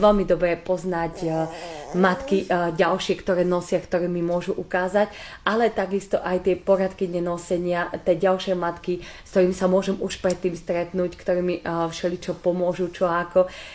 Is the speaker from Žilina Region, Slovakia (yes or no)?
yes; Martin, Žilina Region, Slovakia; ja pochádzam z Martina zo Slovenska